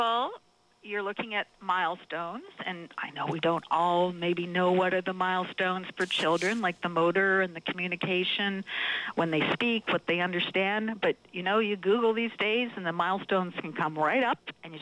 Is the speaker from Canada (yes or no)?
yes; Thunder Bay, Ontario, Canada; born there; moved away; Well, I'm originally a long way from home. I was born in Thunder Bay.